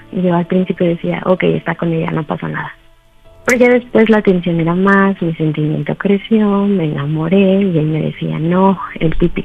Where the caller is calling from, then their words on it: Guadalajara, Jalisco, Mexico; 34 años y soy de Guadalajara